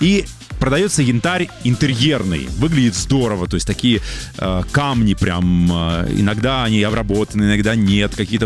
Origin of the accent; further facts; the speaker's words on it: Kaliningrad, Kaliningrad Oblast, Russia; moved away; я тут из Калининграда вернулся не так давно, моя родина, поэтому периодически наведаюсь туда и семью проведать, родителей